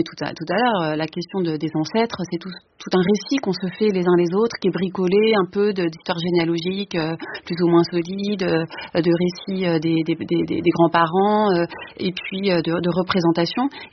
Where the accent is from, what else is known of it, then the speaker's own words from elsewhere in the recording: Paris, Île-de-France, France; born there; je suis née à Paris, donc je vais être étiquetée parisienne, alors que j'ai une partie de ma famille qui est russe, une autre partie qui est du nord de la France.